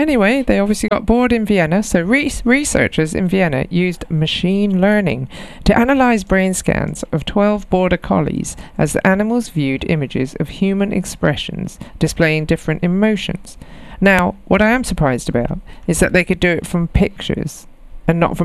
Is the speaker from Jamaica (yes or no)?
yes; Jamaica; growing up in Jamaica, we all had Alsatians and pit bulls and mastiffs and stuff because they're great guard dogs